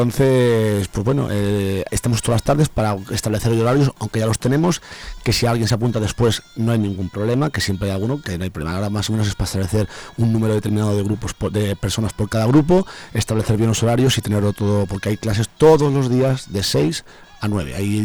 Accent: Torrefrades, Castile and León, Spain; born there; Mi pueblo.

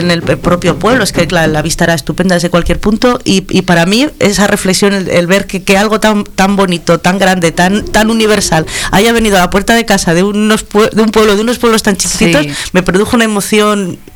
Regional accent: Castile and León, Spain; para los que somos de tierra de campos

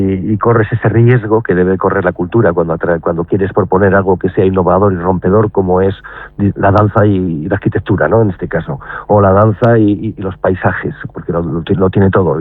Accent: Burgos, Castile and León, Spain; todos tenemos que sentirnos muy orgullosos como castellanos y también como principalmente los burgaleses

